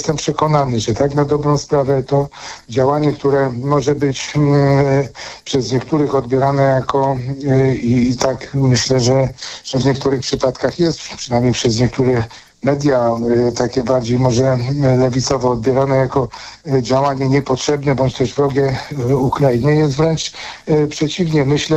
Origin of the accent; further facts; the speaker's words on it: Kalisz, Greater Poland Voivodeship, Poland; przecież kupują u nas w Kaliszu mieszkania